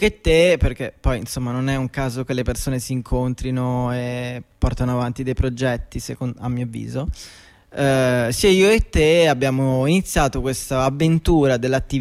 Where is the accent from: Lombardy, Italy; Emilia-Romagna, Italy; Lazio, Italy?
Lazio, Italy; Rome; Io vengo da Roma